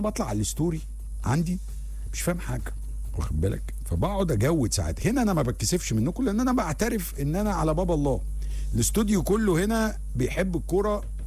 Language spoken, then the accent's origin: Arabic; Egypt; انا كمصري